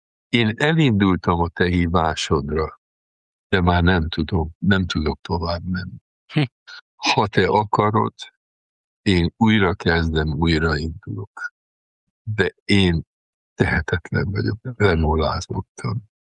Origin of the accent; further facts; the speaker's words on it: Sopron, Győr-Moson-Sopron, Hungary; hát most soproni vagyok, egész életemben, már szerzetes életemben zsoltárokat imádkozunk.